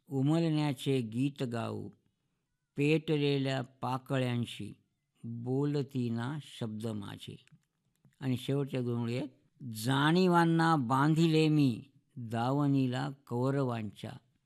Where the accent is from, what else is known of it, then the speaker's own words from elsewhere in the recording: Narsi, Maharashtra, India; माझा गाव नरसी नामदेव.